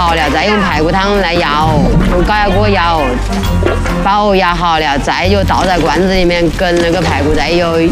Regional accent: Wuhan, Hubei, China; 我们武汉本地的菜店的九孔藕

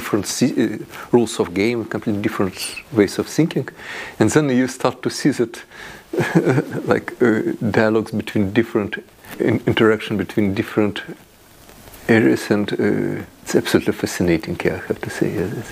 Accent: Russia; English is a second language; because I'm from Russia, and I never been on the east of Ural Mountains in Russia, so I've seen only in very little of western part.

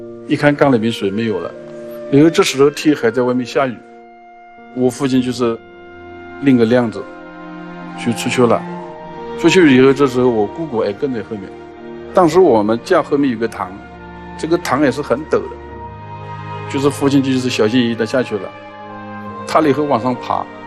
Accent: Binhai, Jiangsu, China; ，我今年45岁，我来自江苏滨海。

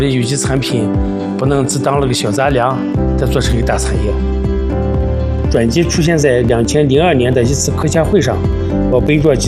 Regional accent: Mori, Xinjiang, China; 土生土长的木垒人。

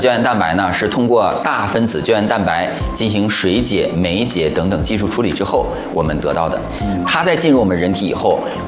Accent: Northeast China, China; 因为我是东北人，我们小时候也吃

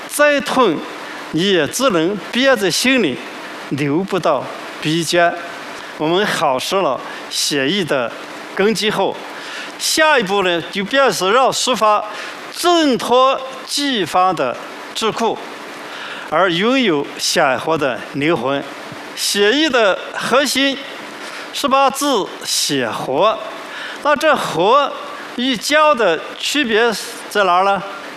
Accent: Northwest China, China; 我小时候在西北农村

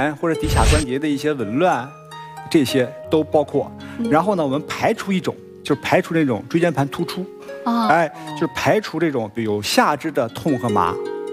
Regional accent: China; 但是现在的人呢，不光是我们中国人，外国人也一样，这个活动量越来越少，这是一个大问题。

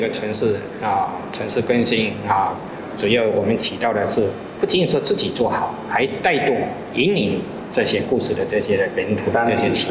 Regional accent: Fujian, China; 我们福建就是就农村里面的，每一个地方都有盖他的祠堂

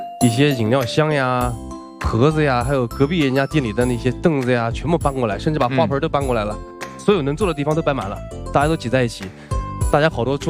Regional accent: China; 他们外国人跟我们中国人的习惯有点不一样

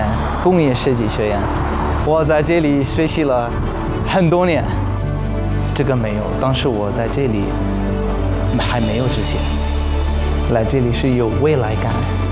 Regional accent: Syria; Chinese is a second language; now in Nanjing, China; 我在中国生活16年的叙利亚朋友。

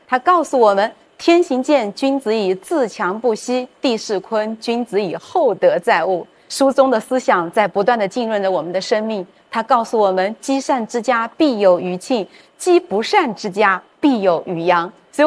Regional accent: China; 当然了还是我们中国人发明的哈。

